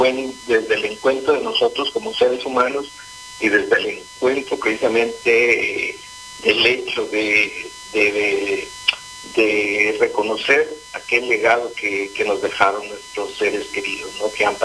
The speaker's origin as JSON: {"language": "Spanish", "country": "Mexico", "also_born_or_lived": "Guatemala / Rome", "moved": "as an adult", "lives_now": "Rocha, Uruguay", "said": "y nosotros como mexicanos"}